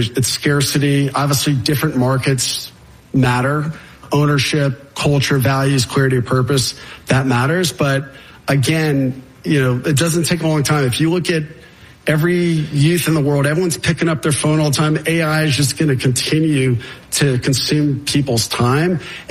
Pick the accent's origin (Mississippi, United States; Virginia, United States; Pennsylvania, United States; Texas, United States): Texas, United States; Austin; I grew up in Austin, so we had a view, Austin, San Antonio view